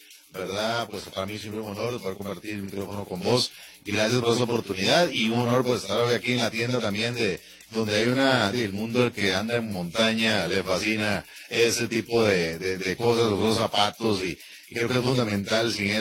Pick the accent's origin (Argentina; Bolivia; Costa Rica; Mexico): Costa Rica; San Antonio; San Antonio, mi pueblo